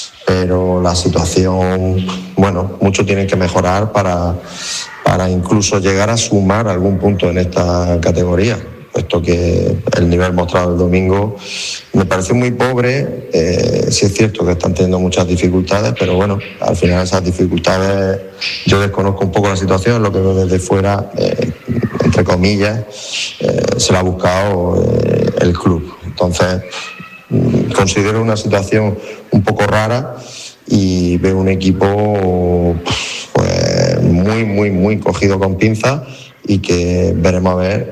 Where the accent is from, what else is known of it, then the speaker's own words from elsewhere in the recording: Almería, Andalusia, Spain; Los que somos de Almería, el desplazamiento es mínimo